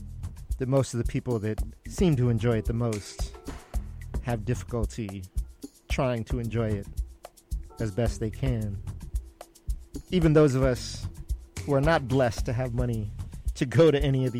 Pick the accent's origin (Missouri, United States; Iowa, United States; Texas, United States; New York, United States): Texas, United States; also born or lived in Aruba; I was raised in Texas. I'm a very Americanized individual.